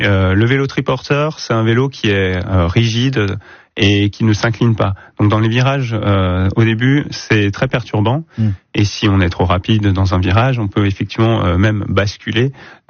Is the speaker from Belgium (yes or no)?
no; Sélestat, Grand Est, France; J'ai grandi moi-même à Célestat